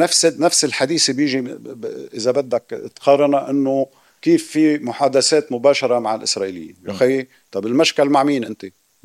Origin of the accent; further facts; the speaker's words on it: South Lebanon, Lebanon; مثلي أنا شيعي من الجنوب